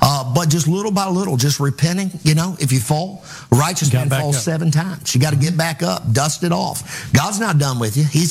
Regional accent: Providence, Kentucky, United States; I would be driving from my hometown in Providence, Kentucky, to take classes in Madisonville, Kentucky.

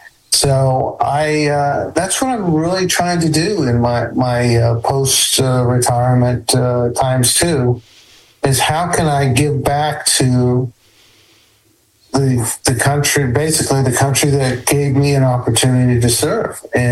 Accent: United States; I'm American. I'm a member of the American Legion in Kennebunk. I've got the York VFW.

